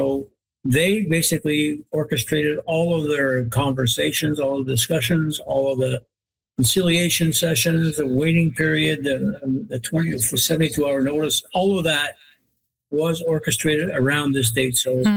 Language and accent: English; Canada; We as a Canadian society have accepted